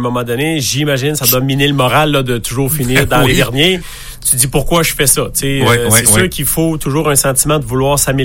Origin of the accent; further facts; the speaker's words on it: Quebec, Canada; moi, je viens de la Gaspésie, on est venu ici.